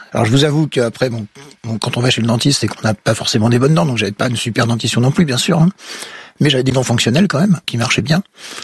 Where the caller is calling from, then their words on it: Occitanie, France; moi je vis en Lozère, c'est un petit pays